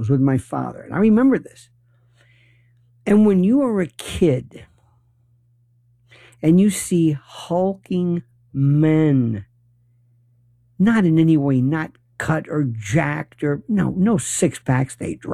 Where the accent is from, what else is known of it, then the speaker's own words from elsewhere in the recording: Tampa, Florida, United States; I grew up initially, which makes kind of no sense, but I grew up in Florida or Tampa. Not Tampa Bay, Tampa.